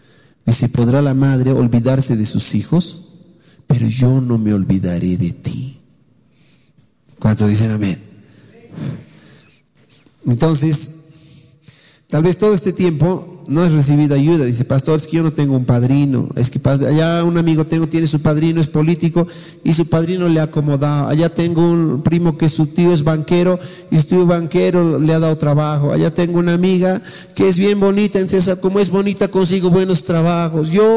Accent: Bolivia; Pero la mayoría de los que estamos aquí somos bolivianos.

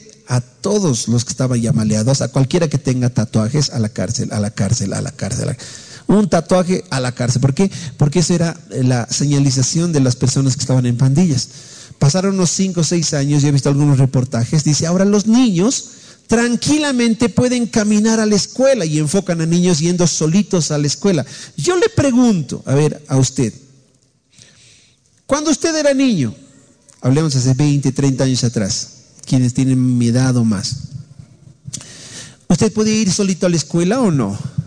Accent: Bolivia; Si somos los mismos bolivianos

